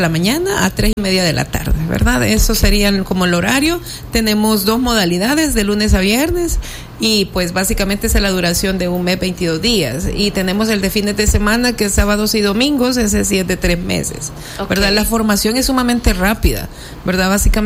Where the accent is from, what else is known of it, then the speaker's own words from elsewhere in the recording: El Salvador; Siempre somos salvadoreños